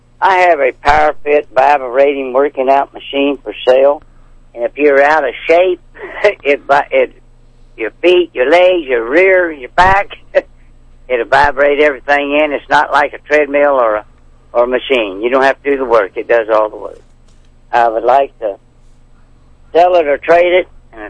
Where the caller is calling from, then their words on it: Franklin, Missouri, United States; Franklin, Missouri.